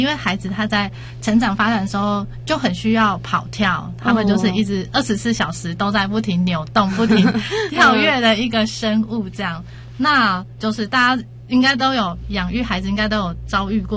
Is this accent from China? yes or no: no; Pingtung County, Taiwan; moved away; 那我小时候就是在那个屏东的乡下长大的